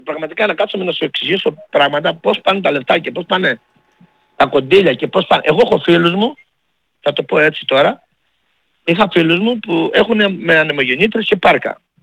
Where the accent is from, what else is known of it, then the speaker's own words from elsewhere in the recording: Greece; Εγώ θα πω ένα πράγμα, επειδή είμαι Έλληνας και πατριώτης και κριτικός, και ξέρω ο κόσμος τι εκπέμπω